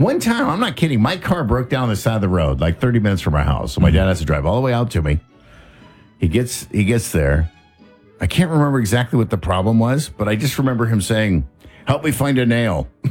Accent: California, United States; Okay, so I grew up in the Bay Area. We had snails. Lots of snails.

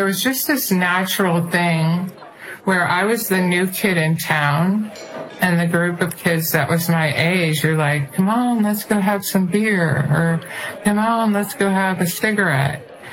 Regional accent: New Hampshire, United States; born or raised there

